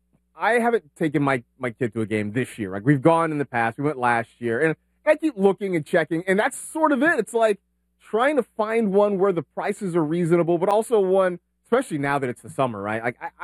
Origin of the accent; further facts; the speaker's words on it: Vallejo, California, United States; Like, my hometown, I grew up in Vallejo, California.